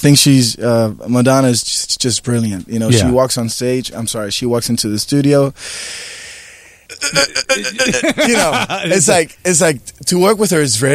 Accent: Puerto Rico; I grew up in Puerto Rico

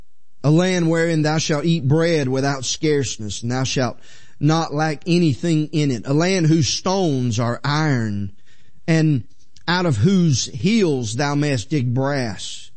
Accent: United States; we are American.

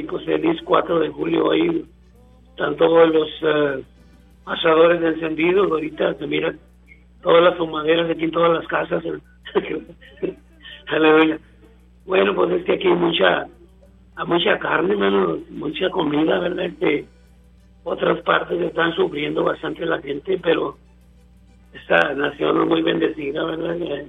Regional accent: Mexico; Y yo me daba tanta lástima, hermano, porque pues yo vengo de México, ¿verdad?

